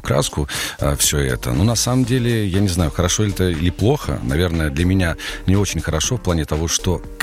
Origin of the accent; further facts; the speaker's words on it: Blagoveshchensk, Amur Oblast, Russia; also born or lived in Saint Petersburg / Khabarovsk; now in Mirny, Russia; Я из Благовещенска, это прекрасный город на Амуре, граница с Китаем, 800 метров всего лишь нас разделяет.